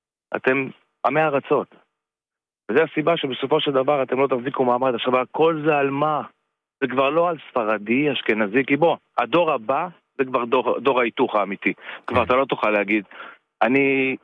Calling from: the Krayot, Haifa District, Israel

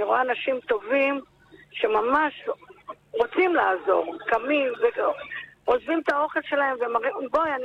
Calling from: Holon, Tel Aviv District, Israel

